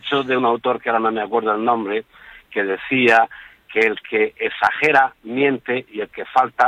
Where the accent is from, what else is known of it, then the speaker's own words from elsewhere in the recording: Region of Murcia, Spain; perdona que te diga Ángeles porque yo soy murciano